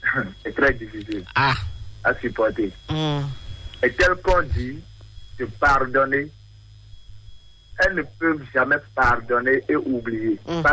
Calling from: Benin; J'appelle depuis Yori.

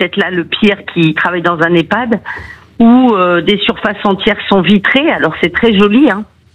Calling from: Challans, Pays de la Loire, France; De Vendée.

